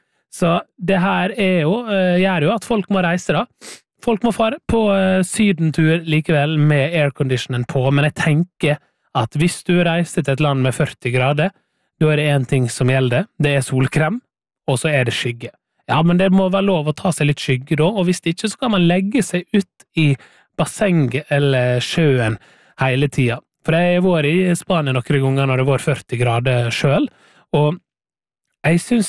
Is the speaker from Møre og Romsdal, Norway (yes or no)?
yes; Møre og Romsdal, Norway; now in Oslo, Norway; da jeg bodde hjemme på Sunnmøre selv